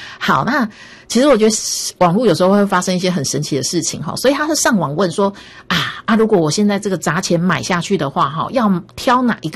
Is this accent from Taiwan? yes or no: yes; Taiwan; 那因为人家日本人嘛，跟我们台湾人一样嘛，每天还是要吃饭啊